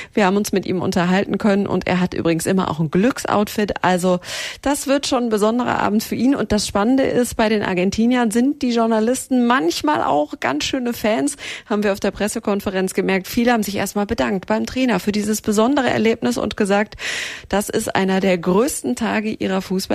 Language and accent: German; Germany; die mich auch gefragt haben, wo kommst du denn her? Habe ich gesagt, aus Deutschland